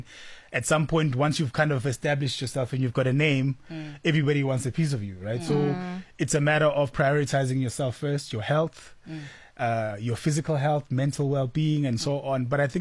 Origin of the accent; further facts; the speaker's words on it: Brayton, Mpumalanga, South Africa; I'm a kid from Brayton, Mpumalanga. I don't know anybody in Joburg.